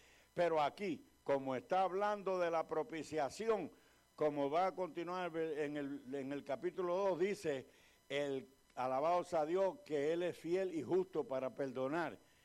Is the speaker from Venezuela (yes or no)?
yes; Cagua, Aragua, Venezuela; En mi barrio, porque yo soy de barrio, soy de Campo Alegre, de Cagua, y allí la gente vivía a base de dichos y de refranes